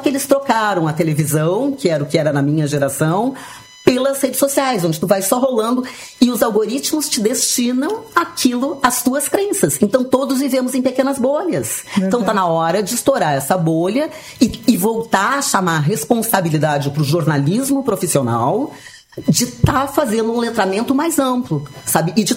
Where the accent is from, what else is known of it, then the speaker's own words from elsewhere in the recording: Rio Grande do Sul, Brazil; moved away as an adult; eu como gaúcha